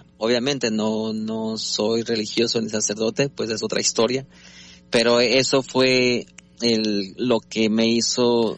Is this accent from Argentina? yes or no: no; San Juan de los Lagos, Jalisco, Mexico; moved away as an adult; now in United States; yo soy originario de San Juan de los Lagos, Jalisco.